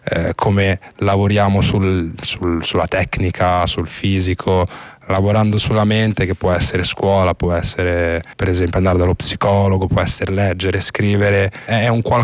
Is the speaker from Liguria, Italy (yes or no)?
yes; Genoa, Liguria, Italy; moved away as an adult; Ah, Genova per me è casa, nonostante non sono nato esattamente a Genova, sono sempre cresciuto lì, e ho fatto tutta la mia carriera, tutta la mia vita a Genova, quindi reputo tutti gli effetti Genova casa mia, nonostante non sia il mio luogo di nascita.